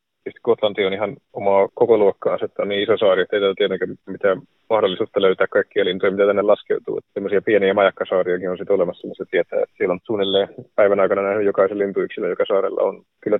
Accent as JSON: {"language": "Finnish", "country": "Finland", "said": "mistä mä kotoisin niin kuin sisämaasta"}